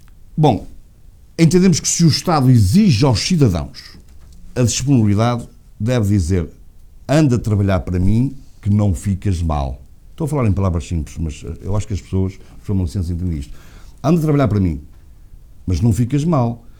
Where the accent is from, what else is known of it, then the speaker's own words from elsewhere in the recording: Portugal; Em Fardelos, na minha terra, dizia-se, quem cabritos vende e cabras não tem, de algum lado lhe vem.